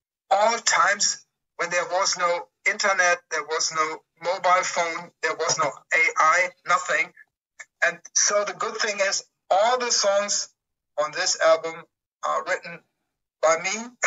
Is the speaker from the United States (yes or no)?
no; Germany; English is a second language; a lot of the bands in my hometown, for example, they only played cover music, and I see the same these days. I mean, look at Germany. We have hundreds of … cover bands, for example.